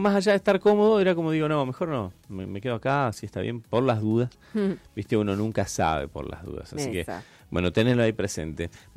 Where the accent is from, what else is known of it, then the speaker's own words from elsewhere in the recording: Argentina; Somos los argentinos, somos emocionantes, pero por momentos, viste, somos fríos.